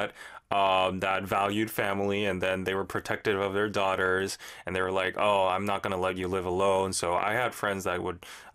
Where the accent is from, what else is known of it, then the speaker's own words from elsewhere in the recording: Busan, South Korea; Obviously, I came up from Busan.